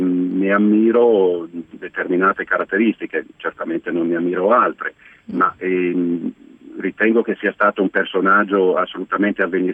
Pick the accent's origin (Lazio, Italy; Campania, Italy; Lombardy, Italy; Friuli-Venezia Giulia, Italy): Friuli-Venezia Giulia, Italy; Udine; moved away as an adult; nella mia città natale, qui a Udine